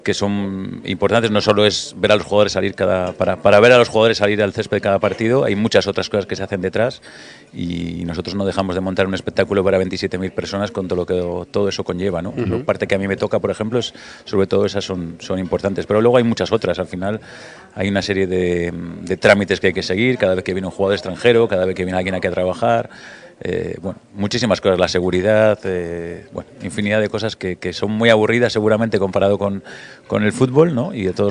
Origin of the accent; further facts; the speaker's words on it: Valladolid, Castile and León, Spain; yo soy vallisoletano